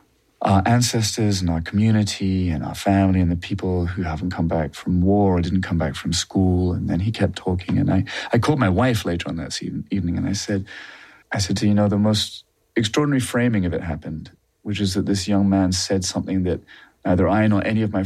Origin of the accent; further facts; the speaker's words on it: United Kingdom; because I'm a Brit, I was nervous I was going to get dehydrated